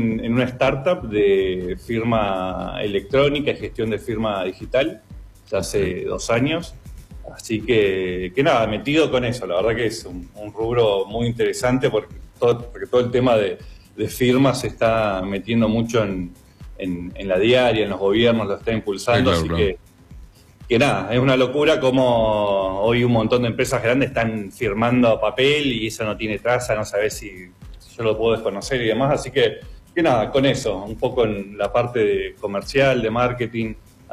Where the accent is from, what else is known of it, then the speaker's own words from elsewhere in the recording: Cipolletti, Río Negro, Argentina; now in Canelones, Uruguay; yo soy de Cipolletti, pero ahora viviendo en Montevideo, ahora en este momento.